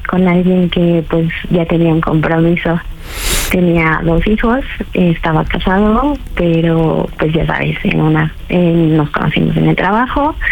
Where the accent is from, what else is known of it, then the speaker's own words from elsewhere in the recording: Guadalajara, Jalisco, Mexico; 34 años y soy de Guadalajara.